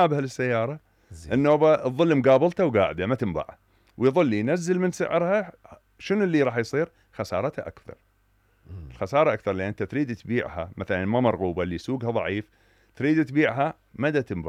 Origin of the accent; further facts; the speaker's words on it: Iraq; هذا عندنا بالعراق